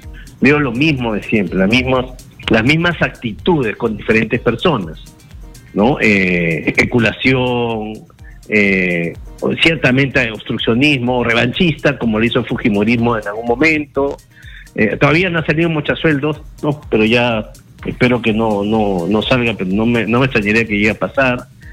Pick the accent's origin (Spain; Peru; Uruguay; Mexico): Peru